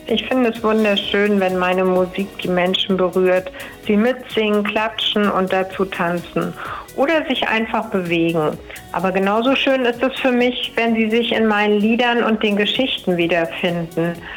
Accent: Harz, Germany; Ich fahre auch gerne in den Harz und genieße einfach dort die Zeit, da wo ich herkomme, denn meine Wurzeln sind ja dort und die Heimat lockt einen natürlich immer wieder zurück.

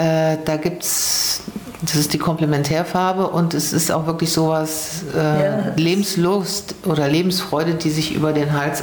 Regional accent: Germerode, Hesse, Germany; Ich komme ja aus Germerode

